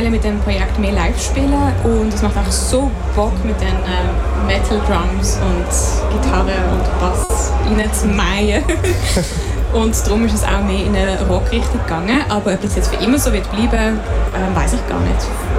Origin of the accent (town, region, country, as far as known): Basel, Basel-Stadt, Switzerland; accent: Basel German